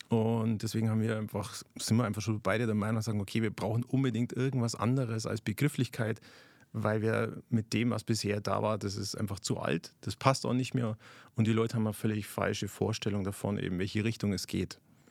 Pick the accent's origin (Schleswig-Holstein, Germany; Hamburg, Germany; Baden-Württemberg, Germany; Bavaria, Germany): Bavaria, Germany; Und kurz zu meiner Person … Ich komme eben aus Bayern, bin da eigentlich aktuell gerade Berufsschullehrer